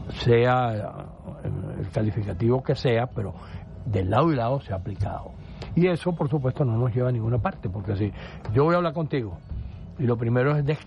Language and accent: Spanish; Venezuela; todos somos venezolanos